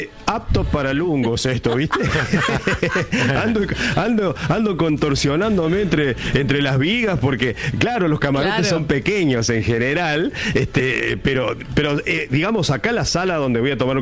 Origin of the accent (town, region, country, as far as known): Argentina